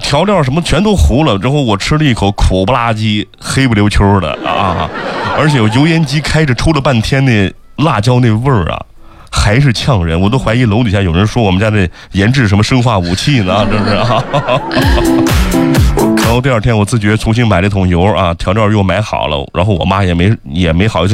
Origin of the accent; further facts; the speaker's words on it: China; 中国人我们中国人